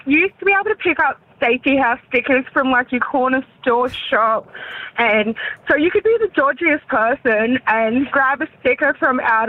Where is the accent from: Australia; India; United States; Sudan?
Australia; Bundaberg, Queensland; we grew up in Bundaberg